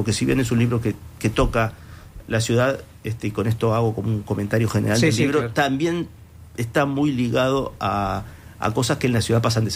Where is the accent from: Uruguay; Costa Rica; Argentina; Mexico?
Uruguay; Montevideo; para los montevideanos, yo que soy montevideano